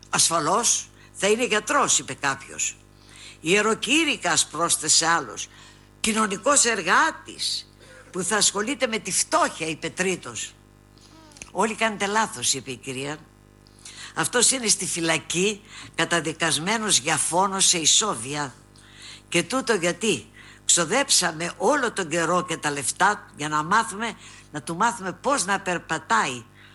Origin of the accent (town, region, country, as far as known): Macedonia, Greece